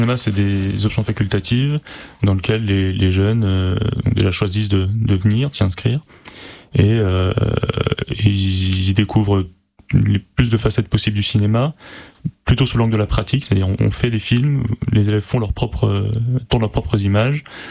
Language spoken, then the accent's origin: French; Paris, Île-de-France, France; parce que je viens de Paris à la base.